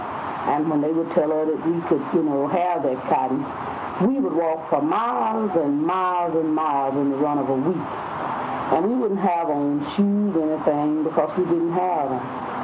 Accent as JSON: {"language": "English", "country": "United States", "tie": "born there", "said": "I was born 1917 in Montgomery County, October 6th."}